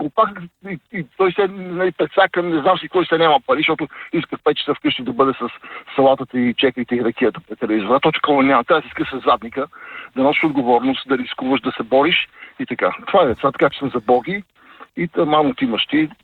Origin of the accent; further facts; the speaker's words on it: Sofia, Sofia City, Bulgaria; С една панелка съм израснал, братче, в ЖК Свобода.